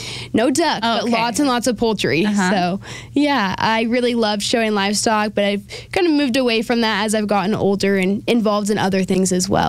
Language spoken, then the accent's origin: English; Bolivar, Missouri, United States; I was born and raised on my family's farm down in southwest Missouri. I'm originally from Bolivar, and growing up, we ran a dairy farm. I loved growing up on a dairy farm.